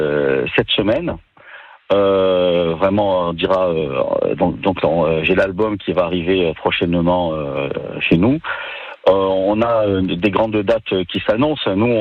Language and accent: French; Corsica, France; Et aussi bientôt, on va jouer aussi chez nous, en Corse.